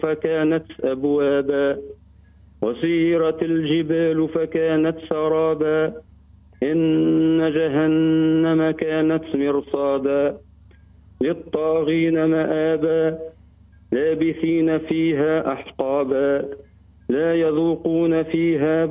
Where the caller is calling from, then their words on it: Hajeb El Ayoun, Kairouan Governorate, Tunisia; من حاجب العيون القروان.